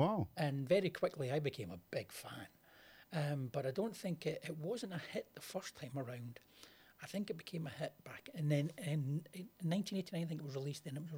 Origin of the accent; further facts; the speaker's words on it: Glasgow, Scotland, United Kingdom; also born or lived in Edinburgh; I'm from Glasgow. I'm a Glasgow Celtic fan, and then my second team in Scotland would probably be, I would support Hibs. I like Hibs, and living in Edinburgh.